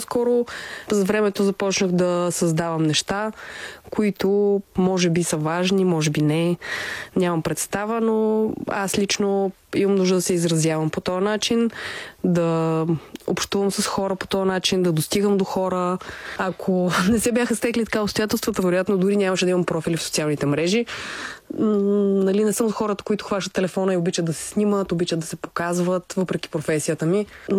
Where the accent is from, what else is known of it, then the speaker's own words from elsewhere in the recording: Shumen, Shumen Province, Bulgaria; moved away as an adult; now in Sofia, Bulgaria; Живяла съм в Шумен. Там съм родена и там съм си пораснала до момента, в който не дойдох в София, за да уча в НАТФИС.